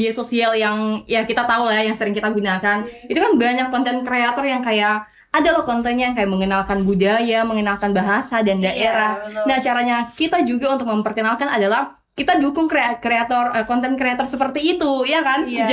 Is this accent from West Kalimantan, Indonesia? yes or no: no; Fakfak, West Papua, Indonesia; Jadi mungkin untuk saya yang datang dari Fak-Fak